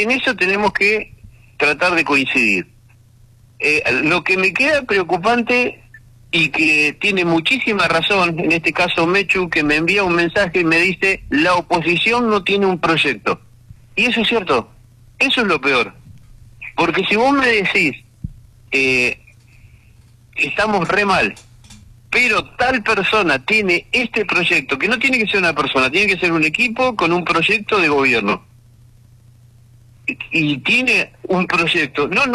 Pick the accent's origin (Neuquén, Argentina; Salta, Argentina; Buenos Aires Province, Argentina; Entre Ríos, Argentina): Neuquén, Argentina; porque estamos en Neuquén, nosotros somos neuquinos